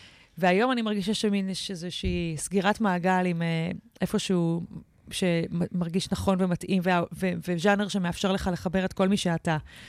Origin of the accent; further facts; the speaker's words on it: Kiryat Tiv'on, Northern District, Israel; בעיירה קטנה בטבעון שגדלתי בה